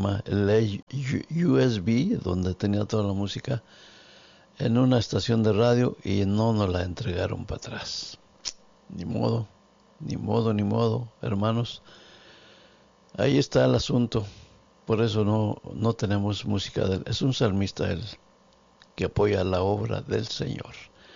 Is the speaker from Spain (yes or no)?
no; Norias del Refugio, San Luis Potosí, Mexico; now in San Antonio, United States; Un saludo a mi pueblo, Norias del Refugio, allá en San Luis Potosí.